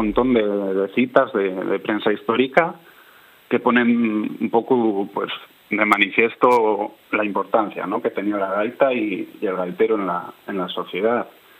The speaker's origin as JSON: {"language": "Spanish", "region": "Cantabria", "country": "Spain"}